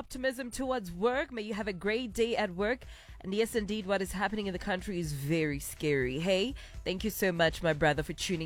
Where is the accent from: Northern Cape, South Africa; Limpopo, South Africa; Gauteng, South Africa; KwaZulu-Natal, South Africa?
Limpopo, South Africa; Louis Trichardt; Louis Trichard is my hometown.